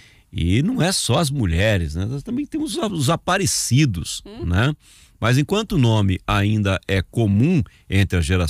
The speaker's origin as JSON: {"language": "Portuguese", "town": "Formosa do Oeste", "region": "Paraná", "country": "Brazil", "tie": "born there", "lives_now": "Campo Grande, Brazil", "said": "Nasci em Formosa do Oeste, mas me considero sul-mato-grossense porque já vivo mais em Mato Grosso do Sul do que vivi em qualquer outro lugar, né? E, aliás, Campo Grande é a cidade que eu mais morei na minha v"}